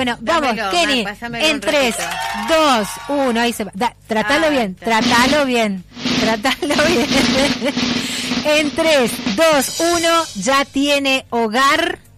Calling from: Neuquén, Argentina; Soy de Neuquén.

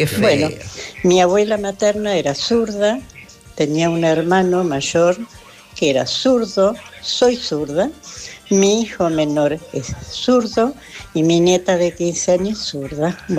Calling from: Fray Luis Beltrán, Santa Fe, Argentina; de Beltrán.

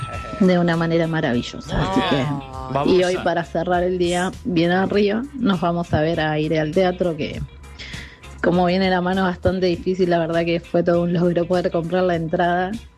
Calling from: Rosario, Santa Fe, Argentina; de Rosario.

